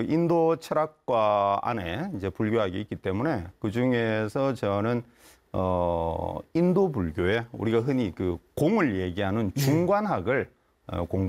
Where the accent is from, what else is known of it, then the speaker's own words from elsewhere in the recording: Yeongju, North Gyeongsang, South Korea; 저는 이제 어디 가서 이 사투리가 꼭 티가 나서 저는 경북 영주가 제 고향입니다.